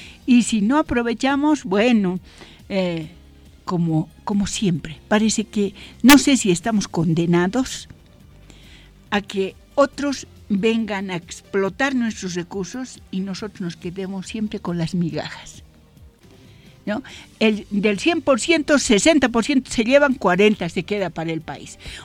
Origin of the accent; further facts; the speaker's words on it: Potosí, Bolivia; nuestro departamento de Potosí